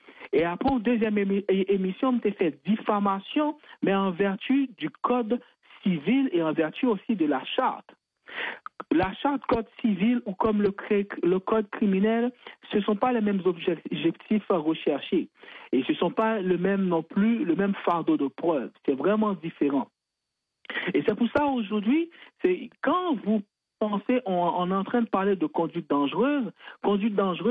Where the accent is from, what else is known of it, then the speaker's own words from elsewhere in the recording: Haiti; now in Canada; tout le monde nous on est haïtien